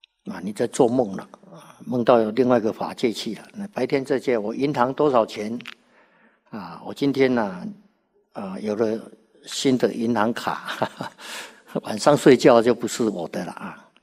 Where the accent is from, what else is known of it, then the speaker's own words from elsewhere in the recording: China; 我们中国人呐、啊，读了都不懂，你再去翻译给外国人，那外国人他更不懂了。